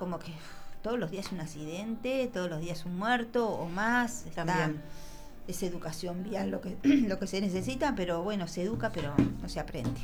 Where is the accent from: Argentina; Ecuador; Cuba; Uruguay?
Uruguay; Barros Blancos, Canelones; also born or lived in Pando; yo soy de Barros Blancos, todo el mundo sabe que Pando me adoptó.